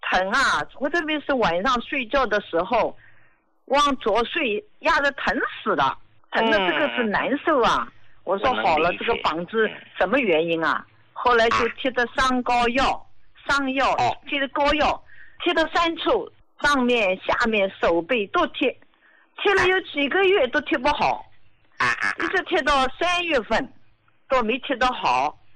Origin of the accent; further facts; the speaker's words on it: Jiangsu, China; 我今年73岁，我是江苏的。